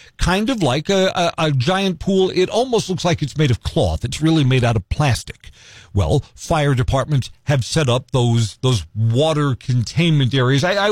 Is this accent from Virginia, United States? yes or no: no; New York City, New York, United States; now in Central Wisconsin, United States; the different growing up experiences that I had growing up in New York City compared to you, many of whom have grown up here in the country of Central Wisconsin.